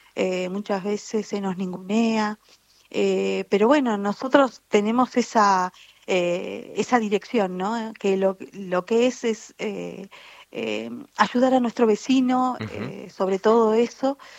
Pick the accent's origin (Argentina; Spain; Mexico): Argentina; San Carlos de Bariloche, Río Negro; yo como Bariloche, soy de Bariloche, de la provincia de Río Negro también